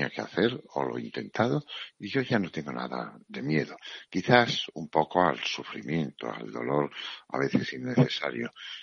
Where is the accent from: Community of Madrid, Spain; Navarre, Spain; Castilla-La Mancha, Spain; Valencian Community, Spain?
Navarre, Spain; born there; yo que nací en Navarra y he corrido encierros